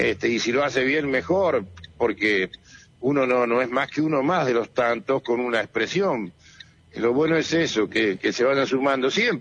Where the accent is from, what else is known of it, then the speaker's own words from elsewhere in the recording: Comodoro Rivadavia, Chubut, Argentina; born there; nací en Comodoro, como vos sabés, como vos también